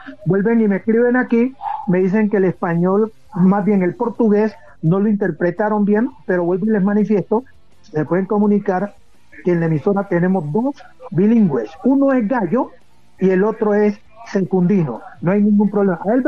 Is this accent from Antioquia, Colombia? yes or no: no; Buenaventura, Valle del Cauca, Colombia; now in Cali, Colombia; la situación que se vive hoy aquí en la ciudad de Cali, lo que se vive en mi tierra natal, Buenaventura